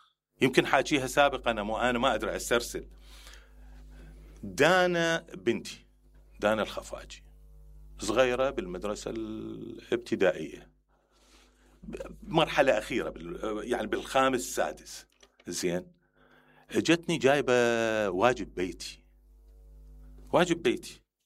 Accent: Karbala, Karbala Governorate, Iraq; أنا كربلائي

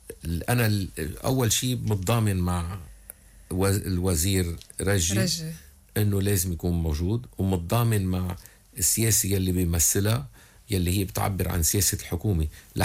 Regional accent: Lebanon; نحن كلبنانيين حتى الكلمات اللي بنستعملها مضللة، منقول الدولة اللبنانية

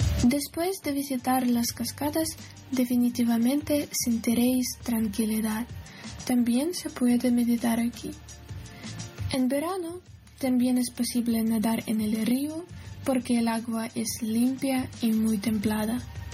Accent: Kirovohrad Oblast, Ukraine; región de Kirovograd, en tales pueblos como Zlinka y Kamenimist, de ahí que me gustaría contaros sobre mi tierra natal.

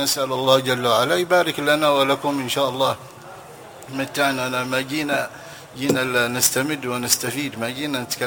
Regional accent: Hadramawt, Yemen; عندنا في حضرموت

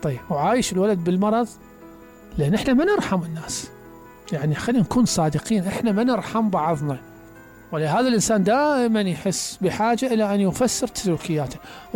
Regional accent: Basra, Basra Governorate, Iraq; بس إحنا عندنا بالبصرة ما عندنا ثقافة نظارات الإندور

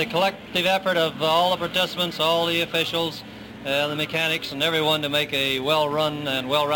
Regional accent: Fresno, California, United States; I'm a native Californian. I was born in Fresno

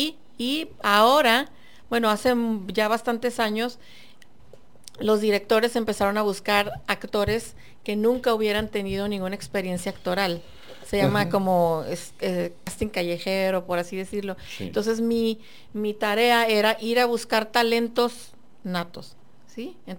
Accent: Guadalajara, Jalisco, Mexico; born there; moved away; Nací en Guadalajara.

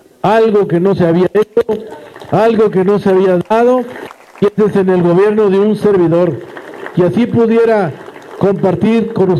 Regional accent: Texcoco, State of Mexico, Mexico; los que somos de Texcoco

